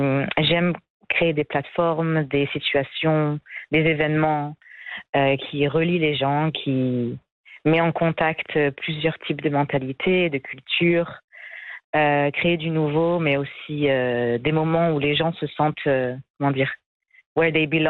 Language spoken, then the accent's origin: French; France; born there; je suis née en France, de père marocain et de mère réunionnaise de l'île de la Réunion, dans l'océan Indien.